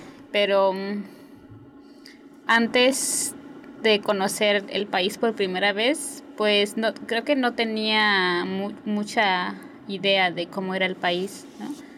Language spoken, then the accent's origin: Spanish; Zinacantán, Chiapas, Mexico; Soy originaria de un municipio que se llama Sinacantán, de los Altos de Chiapas.